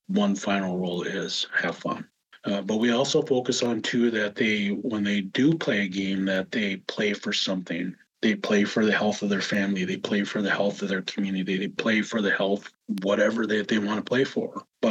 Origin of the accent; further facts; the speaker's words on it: Fond du Lac, Minnesota, United States; so I'm from Fond du Lac.